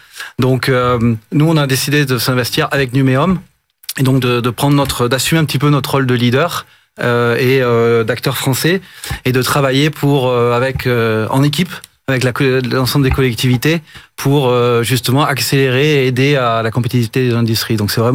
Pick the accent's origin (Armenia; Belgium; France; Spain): France; Toulouse, Occitanie; Alors, je suis de Toulouse.